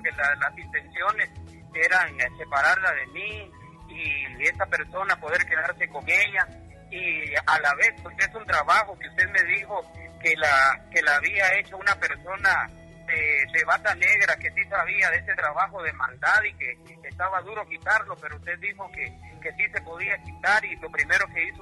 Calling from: San Marcos, Guatemala; San Marcos, estoy llamando.

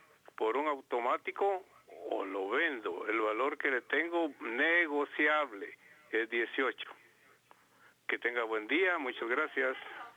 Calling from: Mixco, Guatemala Department, Guatemala; de San Cristóbal, Misco.

